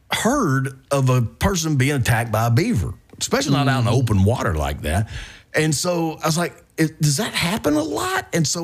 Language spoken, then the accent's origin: English; Mississippi, United States; we come from a place like Pancake and I grew up in Mississippi.